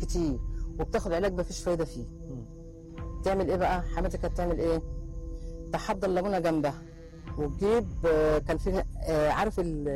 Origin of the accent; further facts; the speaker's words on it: Egypt; moved away as an adult; انا كنت جاي من مصر ما اعرفش حاجه.